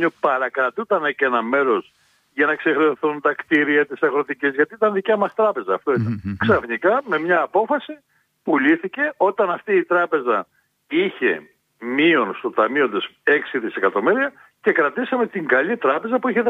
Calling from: Thessaly, Greece

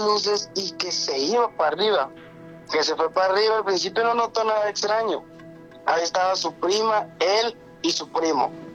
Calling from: Hermosillo, Sonora, Mexico; Desde Hermosillo

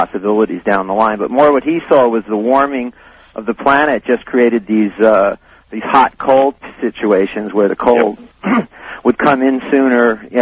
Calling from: Kona, Hawaii, United States

